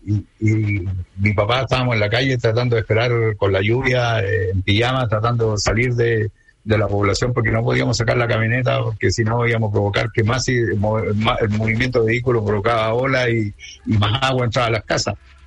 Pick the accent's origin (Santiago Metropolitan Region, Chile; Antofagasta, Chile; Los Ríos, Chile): Antofagasta, Chile; yo soy de Antofagasta, el sentido común me hizo venir hacia Ovalle porque venía un cierto mal tiempo, estaba mi papá, tenía que ayudar a mi hermano